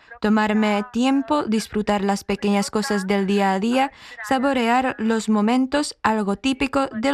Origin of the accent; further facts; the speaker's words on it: Děčín, Ústí nad Labem Region, Czechia; Spanish is a second language; Yo crecí en Chequia y ya no hablo español y no tenía cubanos alrededor ni otros niños de familias mixtas mientras crecía.